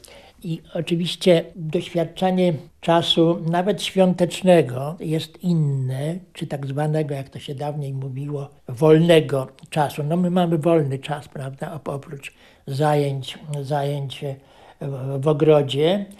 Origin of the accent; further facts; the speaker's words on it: Lipsko, Masovian Voivodeship, Poland; born there; Oczywiście nie urodziłem się w Chwałowicach, urodziłem się pod miejscowością Lipsko nad Wisłą.